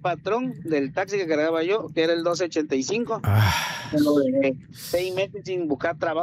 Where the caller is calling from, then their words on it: Tabasco, Mexico; Yo vivo en Parrilla.